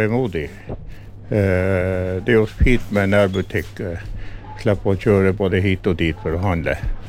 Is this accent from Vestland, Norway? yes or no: no; Nordvågen, Finnmark, Norway; Jeg er jo fra Nordvågen, ja. Og der var det 3 butikker når jeg vokste opp. Kolonialbutikker.